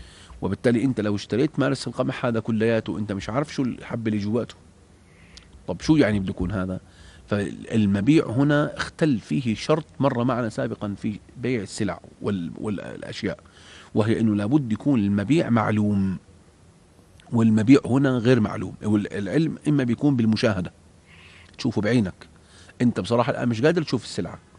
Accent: Jordan; فلو باع مثلا مزارع عندنا في الأردن بيسموها فصة

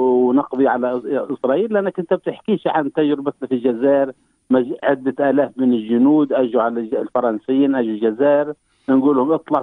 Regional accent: Palestine; كنا نحن كفلسطينيين نعاني أزمة على مستوى الانقسام

